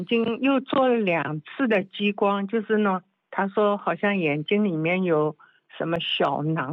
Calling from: Hangzhou, Zhejiang, China; 我是杭州地区萧山。

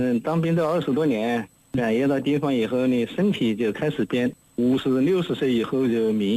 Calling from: Hanchuan, Hubei, China; 哎，我就在汉川城关的。

